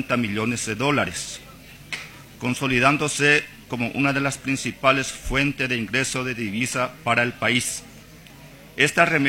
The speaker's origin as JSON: {"language": "Spanish", "country": "Paraguay"}